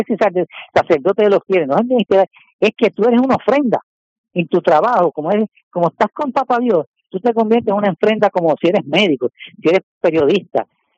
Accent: San Juan, Puerto Rico

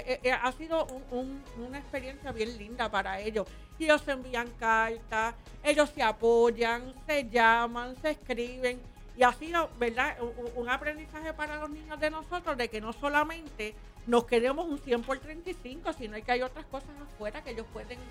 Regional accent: Fajardo, Puerto Rico; Han sido muchas oportunidades que he tenido y las quiero traer a Fajardo. Este es mi pueblo.

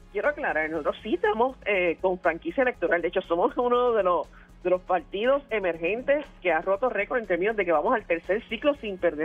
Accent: Puerto Rico; cada vez más somos víctimas los puertorriqueños

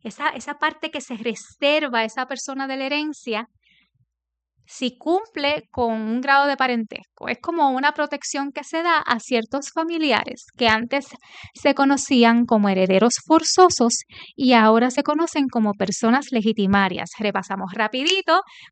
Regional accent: Orocovis, Puerto Rico; una finquita en Orocovis, en mi pueblo

